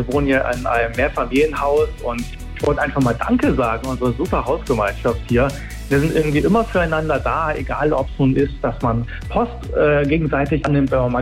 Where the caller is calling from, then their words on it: Dortmund, North Rhine-Westphalia, Germany; Aus Lübken, Dortmund.